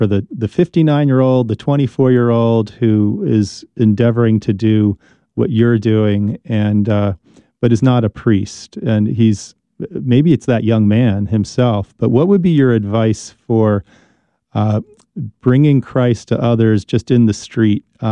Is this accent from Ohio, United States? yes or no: no; New Jersey, United States; Thanks for coming to New Jersey, my home state